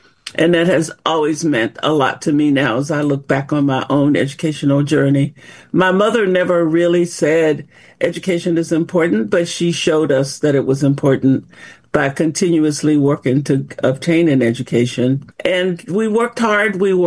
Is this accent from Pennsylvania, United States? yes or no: no; El Dorado, Arkansas, United States; moved away as an adult; also born or lived in California / Georgia; Well, you know, I was born in El Dorado, Arkansas. I lived in Arkansas until I was 18, left there